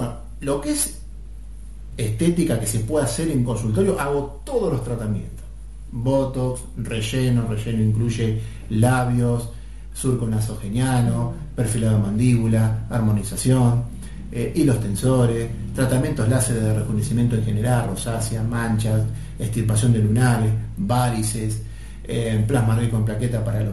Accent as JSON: {"language": "Spanish", "town": "Rufino", "region": "Santa Fe", "country": "Argentina", "tie": "born or raised there", "said": "yo soy oriundo de Rufino."}